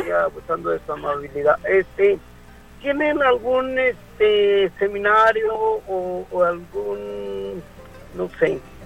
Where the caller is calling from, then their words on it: Durango, Mexico; De acá. De Durango, México.